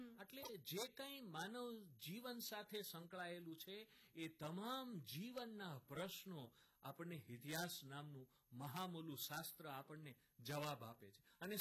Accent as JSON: {"language": "Gujarati", "town": "Sanosara", "region": "Gujarat", "country": "India", "tie": "born there", "also_born_or_lived": "Bagasara / Junagadh", "said": "મારું ગામ ચોટીલાની બાજુનું સણોસરા, અને એ પછી મને નોકરી મળી જૂનાગઢમાં"}